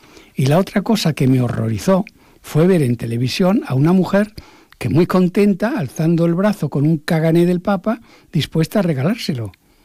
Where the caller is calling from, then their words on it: Barcelona, Catalonia, Spain; yo soy catalán, soc de Barcelona